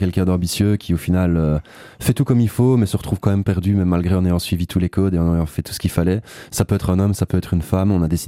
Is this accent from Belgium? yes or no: yes; Liège, Wallonia, Belgium; je suis liégeois, donc je saurais pas te dire à quel point ça m'influence ou pas, vu que c'est moi.